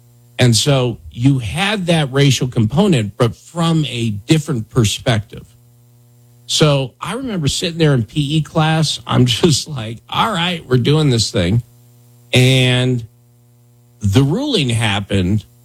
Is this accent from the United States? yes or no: yes; Wyoming, United States; I grew up in Wyoming.